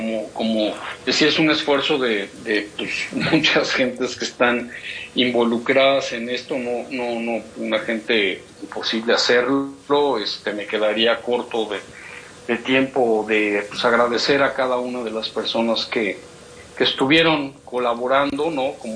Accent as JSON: {"language": "Spanish", "country": "Mexico", "said": "como país, como mexicanos"}